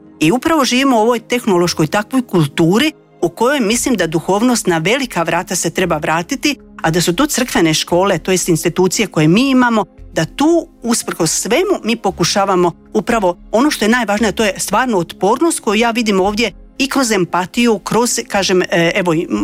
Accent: Croatia; kod nas u Hrvatskoj

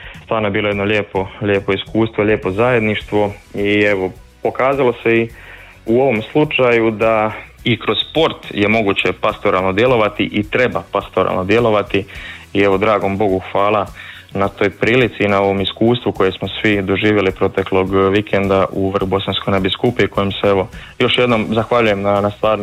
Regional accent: Slavonia, Croatia; gdje smo se evo i mi kao Slavonci pokazali kao odlični domaćini, naša Požeška biskupija i sve župe koje su sudjelovale u organizaciji

